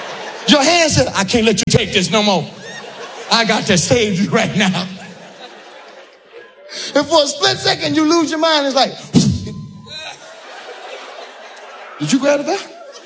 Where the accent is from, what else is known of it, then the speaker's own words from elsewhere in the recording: San Diego, California, United States; So I'm from San Diego, California, and I hate going down there because I hate hanging out with my loser friends.